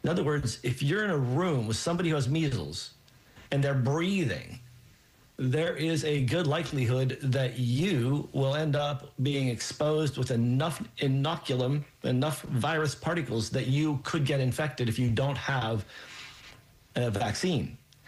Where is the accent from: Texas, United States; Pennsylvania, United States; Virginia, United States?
Pennsylvania, United States; Pennsylvania is having a really big struggle. My home state is suffering.